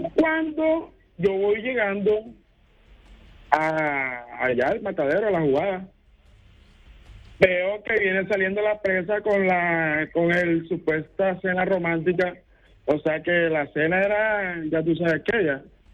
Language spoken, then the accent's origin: Spanish; Bolívar, Colombia; O sea, yo vivo acá en Salsal Valle, pero yo soy costeño. Pero en la región momposina.